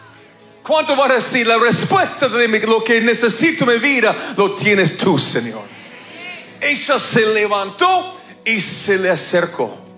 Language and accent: Spanish; Argentina; Digo ganamos porque también soy argentino y terminé cantando en cabildo como todos los locos.